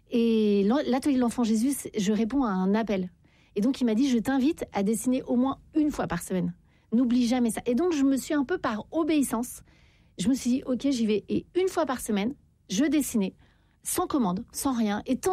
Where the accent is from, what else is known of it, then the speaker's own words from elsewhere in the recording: Paris, Île-de-France, France; moi je suis parisienne, on râle beaucoup, les gens sont pas sympas parfois dans le métro.